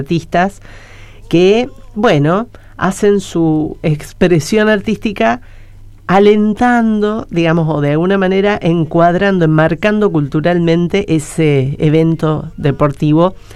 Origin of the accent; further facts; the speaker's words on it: Argentina; Yo estuve en España a principio de año y cuando tomás un Uber, un taxi, algo, decís, ah, ¿de dónde sos? Argentina.